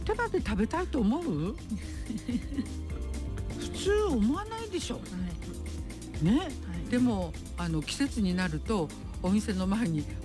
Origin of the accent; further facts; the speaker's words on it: Hiroshima, Japan; now in Ibaraki, Japan; あの広島で育ってるから、鍋はフグなんですよ。